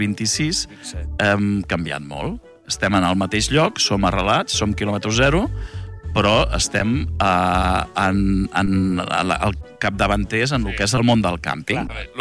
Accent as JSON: {"language": "Catalan", "town": "Cambrils", "region": "Catalonia", "country": "Spain", "said": "Jo sóc de Cambrils."}